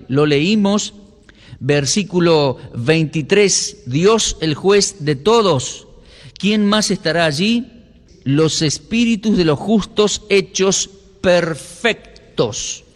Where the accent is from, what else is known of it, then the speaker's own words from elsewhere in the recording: Argentina; Yo tengo pasaporte argentino, porque, bueno, soy argentino